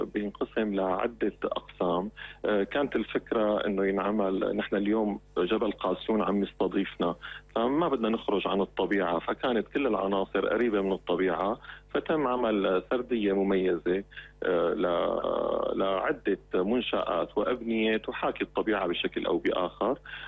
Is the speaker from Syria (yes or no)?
yes; Syria; تليق فينا كسوريين، لأنه نحن السوريين كمان نستاهل